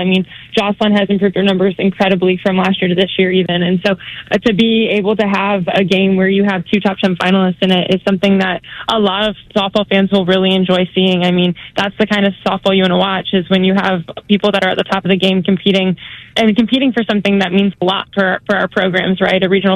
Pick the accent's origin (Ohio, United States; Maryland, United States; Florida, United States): Ohio, United States; Cleveland; You know, I grew up in Cleveland, Ohio, where we had the Akron Racers an hour from my house.